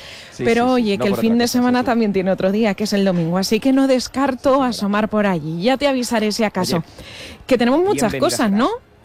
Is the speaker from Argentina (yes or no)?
no; Castilla-La Mancha, Spain; para los que somos de Castilla-La Mancha, ya sabemos la Feria de Albacete